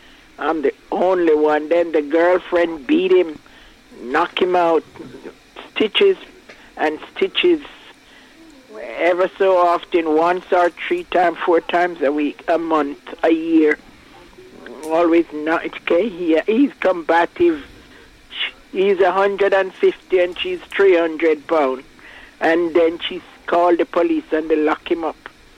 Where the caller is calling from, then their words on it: White Plains, New York, United States; I'm calling from White Plains, New York.